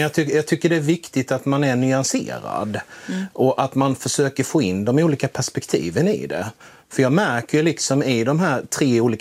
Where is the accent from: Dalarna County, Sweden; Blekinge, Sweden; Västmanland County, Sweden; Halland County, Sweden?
Blekinge, Sweden; Jag är lantbrukarson från Blekinge.